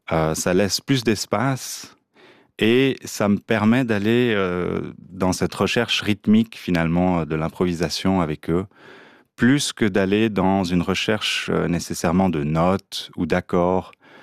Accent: Chalais, Valais, Switzerland; born there; En Valais, oui, c'est mon village natal.

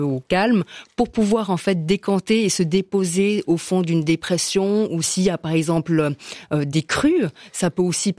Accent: Valais, Switzerland; Je suis une Valaisanne pure souche.

